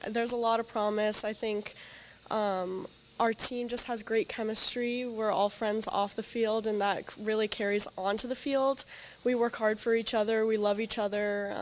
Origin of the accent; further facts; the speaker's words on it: Portland, Oregon, United States; So I'm from Portland, Oregon